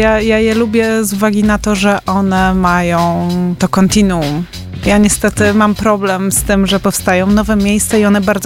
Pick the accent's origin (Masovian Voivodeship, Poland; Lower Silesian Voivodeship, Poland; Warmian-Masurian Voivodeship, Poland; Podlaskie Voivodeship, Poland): Masovian Voivodeship, Poland; Warsaw; jestem z Mokotowa i też tam bywam.